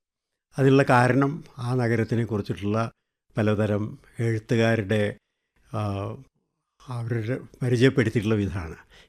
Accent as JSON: {"language": "Malayalam", "town": "Pattambi", "region": "Kerala", "country": "India", "tie": "born there", "also_born_or_lived": "Thrissur / Thenhipalam", "moved": "as an adult", "lives_now": "Kozhikode, India", "said": "ഞാൻ ജനിച്ചത് പട്ടാമ്പിക്കടുത്തുള്ള പെരുമുടിയൂർ എന്നുള്ള ഒരു കൊച്ചു ഗ്രാമത്തിലാണ്."}